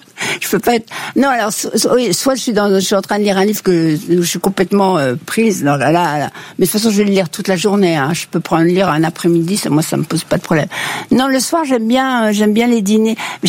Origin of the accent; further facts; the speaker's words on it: Casablanca, Casablanca-Settat, Morocco; moved away; Et moi, je suis née au Maroc, vous savez.